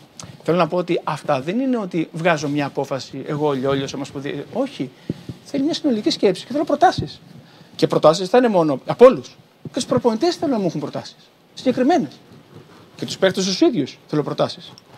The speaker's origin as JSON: {"language": "Greek", "town": "Patras", "region": "Western Greece", "country": "Greece", "tie": "born or raised there", "moved": "yes", "said": "Εγώ στην Πάτρα μεγάλωσα. Την Πάτρα είμαι. Και δεν την ξεχνώ ποτέ και χαίρομαι που είμαι από εκεί."}